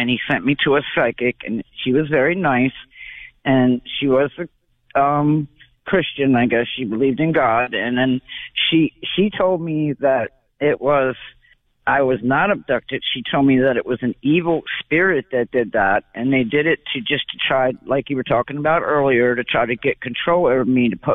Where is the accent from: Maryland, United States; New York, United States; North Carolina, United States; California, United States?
Maryland, United States; Essex; I grew up in Essex.